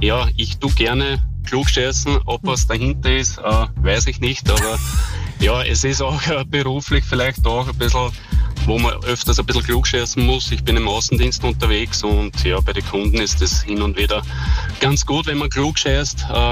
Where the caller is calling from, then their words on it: Kirchschlag in der Buckligen Welt, Lower Austria, Austria; Ich bin aus Kirschlag in der buckligen Welt.